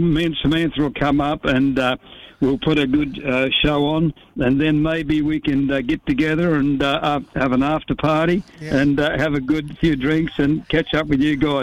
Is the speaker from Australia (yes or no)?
yes; Alice Springs, Northern Territory, Australia; moved away as an adult; I can't wait to get back to my hometown. I still call it my hometown, although. I've been coming and going for a lot of years now, but all my family's still up there. So, and you know, I went to school up there and everything. You know, all my schooling was done in Alice Springs.